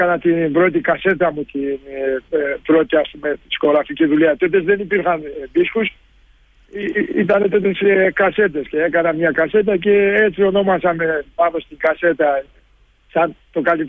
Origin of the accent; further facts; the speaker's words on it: Kalisti, Trabzon, Turkey; also born or lived in Istanbul; γεννημένος και μεγαλωμένος εδώ στο χωριό Καλίστη των Σουρμένων.